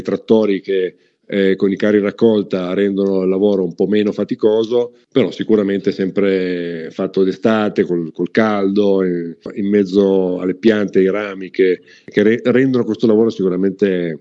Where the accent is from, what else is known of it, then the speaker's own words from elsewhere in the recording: Turin, Piedmont, Italy; born there; mentre io sono nato a Torino, dove mio padre si era trasferito per svolgere l'attività appunto di commercio d'ingrosso.